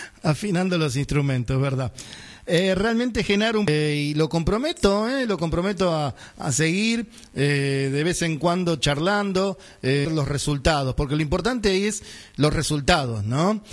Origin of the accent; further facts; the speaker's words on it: Boulogne Sur Mer, Buenos Aires Province, Argentina; yo soy de Boulogne